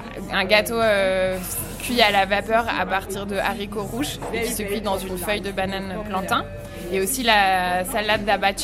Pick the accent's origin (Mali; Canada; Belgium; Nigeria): Nigeria; French is a second language; moved away as an adult; also born or lived in Italy; now in Marseille, France; J'ai cuisiné pendant très longtemps au Nigeria avec ma mère pendant 7 ans dans un restaurant.